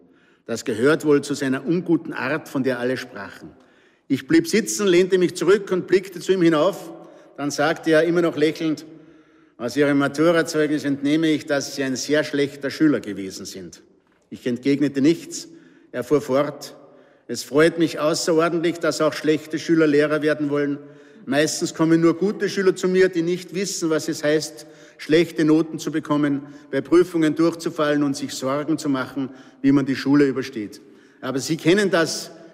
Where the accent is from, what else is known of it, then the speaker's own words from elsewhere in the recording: Salzburg, Austria; accent: Pinzgau dialect; Mir als Pinzgauer und auch mit meinem Pinzgauer Dialekt